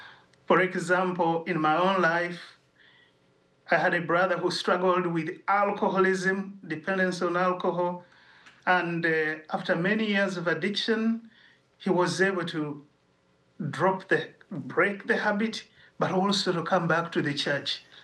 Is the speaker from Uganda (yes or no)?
yes; Uganda; English is a second language; As some of your viewers might be aware, I come from Uganda, from East Africa, and I worked much of the time in that region.